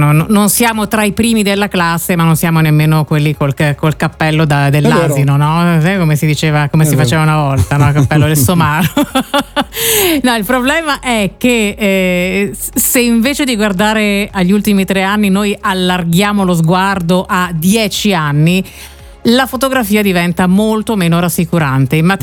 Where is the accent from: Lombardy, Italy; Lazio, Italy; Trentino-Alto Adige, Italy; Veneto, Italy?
Trentino-Alto Adige, Italy; Bolzano; born there; now in Bologna, Italy; io ho fatto la scuola a Bolzano